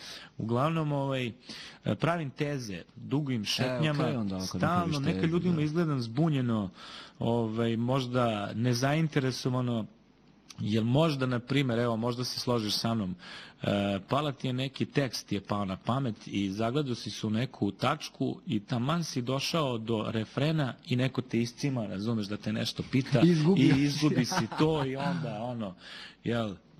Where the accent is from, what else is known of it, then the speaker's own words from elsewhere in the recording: Belgrade, Serbia; ja sam iz Beograda.